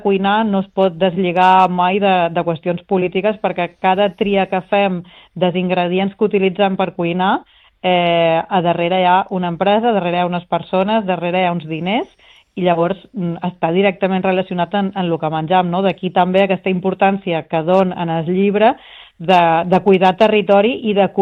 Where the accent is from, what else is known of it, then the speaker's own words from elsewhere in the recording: Ibiza, Balearic Islands, Spain; a una illa petita, jo soc d'Eivissa